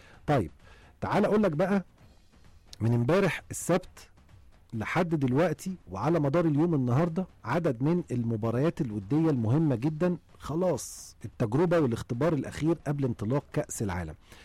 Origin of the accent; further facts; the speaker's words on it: Egypt; كتير مننا كمصريين